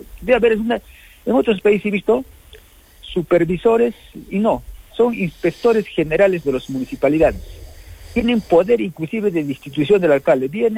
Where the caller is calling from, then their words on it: Arequipa, Peru; así decimos que somos arequipeños.